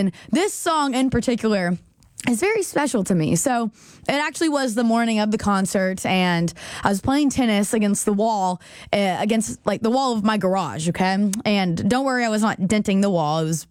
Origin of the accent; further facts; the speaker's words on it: Texas, United States; There is an amazing local music spot in St. Joe, Texas, kind of up near my hometown, called Red River Station.